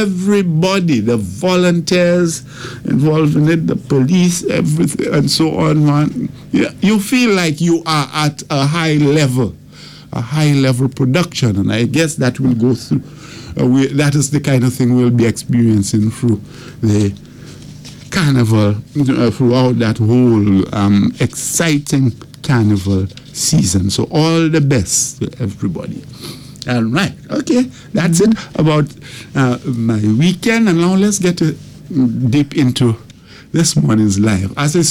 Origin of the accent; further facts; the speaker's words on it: St. Lucia; our Creole, okay, which is the French Creole, or what we call our patois that we speak here.